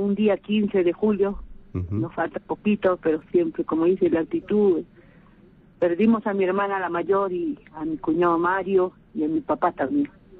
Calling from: Ayacucho, Peru; De Ayacucho

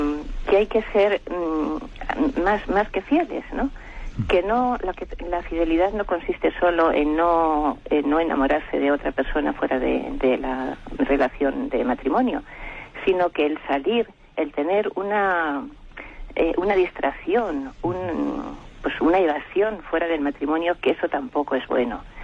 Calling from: Madrid, Community of Madrid, Spain; de Madrid.

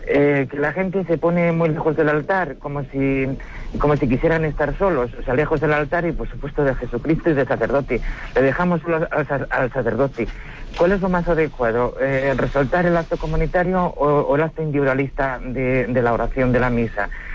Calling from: Madrid, Community of Madrid, Spain; le llamo desde Madrid.

